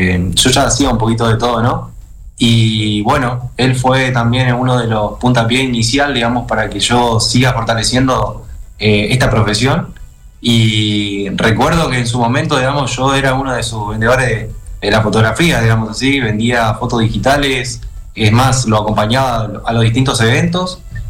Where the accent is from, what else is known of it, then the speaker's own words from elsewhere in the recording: Villa Ángela, Chaco, Argentina; moved away; soy del interior de la provincia, soy de Villa Ángela